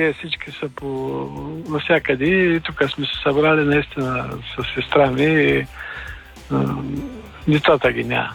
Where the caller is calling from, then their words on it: Gabrovo, Gabrovo Province, Bulgaria; От Габрово съм